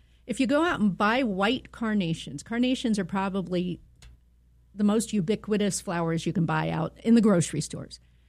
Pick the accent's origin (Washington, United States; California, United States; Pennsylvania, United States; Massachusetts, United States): Pennsylvania, United States; now in Minnesota, United States; When I grew up in Pennsylvania, we could get the pink and the blue hydrangeas